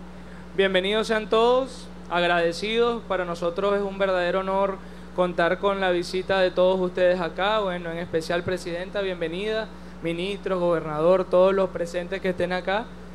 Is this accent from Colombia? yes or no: no; Venezuela; nosotros como empresarios venezolanos